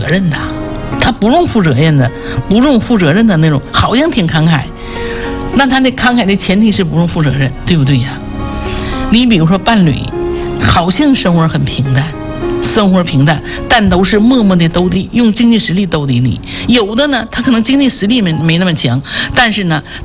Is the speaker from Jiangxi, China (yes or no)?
no; Jinzhou, Liaoning, China; accent: Northeastern (Dongbei); 我们东北人叫割了瓣哈，锦州人哈